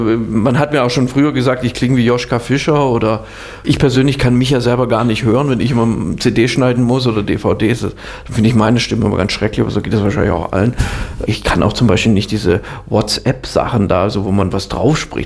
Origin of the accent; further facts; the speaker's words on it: Swabia, Germany; also born or lived in Stade; dann wurde ich zwar in Norddeutschland geboren, aber bin dann auch sehr schnell nach Schwaben umgezogen. Im Grunde bin ich Schwabe. Also auch bis heute, man hört es jetzt nicht mehr so im Dialekt, aber auch so, mein Herz hängt halt auch schon so am Süden Deutschlands.